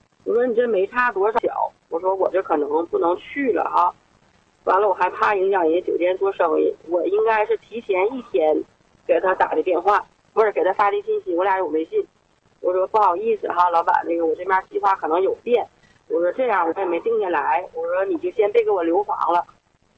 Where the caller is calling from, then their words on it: Anshan, Liaoning, China; 辽宁鞍山